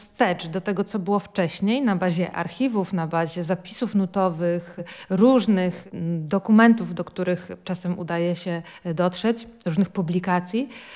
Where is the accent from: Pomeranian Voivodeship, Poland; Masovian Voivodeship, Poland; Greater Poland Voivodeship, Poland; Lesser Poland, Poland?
Pomeranian Voivodeship, Poland; u nas na Kaszubach